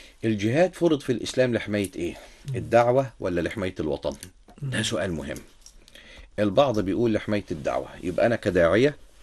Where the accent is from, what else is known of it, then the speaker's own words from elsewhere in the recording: Egypt; أنا مواطن اتولدت وعشت وتربيت في مصر